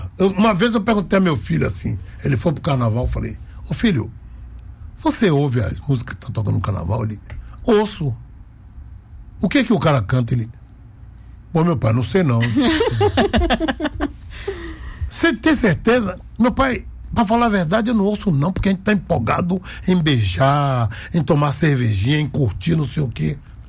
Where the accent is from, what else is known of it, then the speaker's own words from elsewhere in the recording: Bahia, Brazil; Eu sou da Bahia.